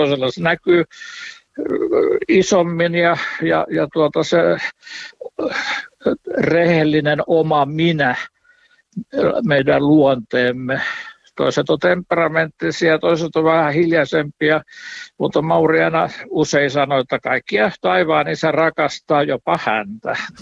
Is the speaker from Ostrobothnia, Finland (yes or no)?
no; Pori, Satakunta, Finland; born there; muistan pikkupoikana, kun istuin Porissa siellä Mikokatu 6 rukoushuoneella